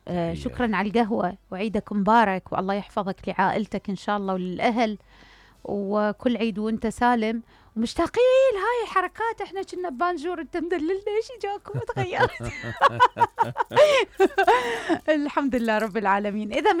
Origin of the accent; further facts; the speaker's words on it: Iraq; احنا كعراقيين